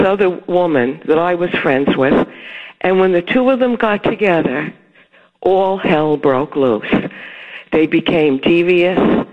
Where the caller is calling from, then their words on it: Connecticut, United States; Oh, hi, Walter. … calling. I'm calling from Fairfield County.